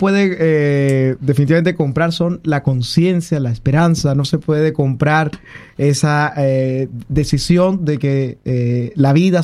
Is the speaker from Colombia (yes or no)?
yes; Colombia; yo tengo 36 años. Ajá. Y probablemente no recuerdo nunca que en mi país